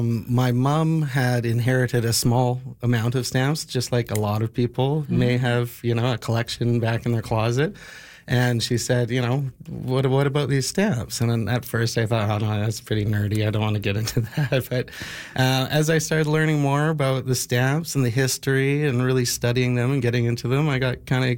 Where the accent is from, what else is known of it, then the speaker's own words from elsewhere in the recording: Canada; being a Canadian, I, you know, got into the early Canadian stamps